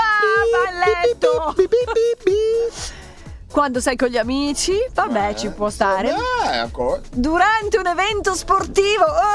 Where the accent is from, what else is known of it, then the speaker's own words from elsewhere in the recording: Milan, Lombardy, Italy; moved away; in milanese, che è la mia città.